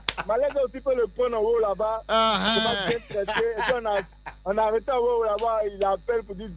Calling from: Abidjan, Côte d’Ivoire; Yopougon.

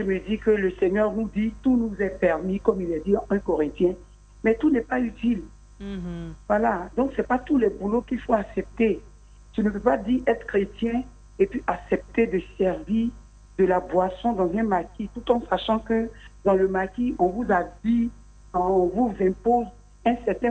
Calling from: Bingerville, Abidjan, Côte d’Ivoire; J'appelle de Bergerville.

